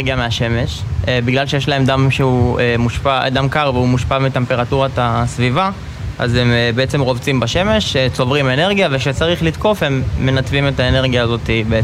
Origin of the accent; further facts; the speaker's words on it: Central District, Israel; נולדתי במושב, תמיד גדלתי בסביבת בעלי חיים.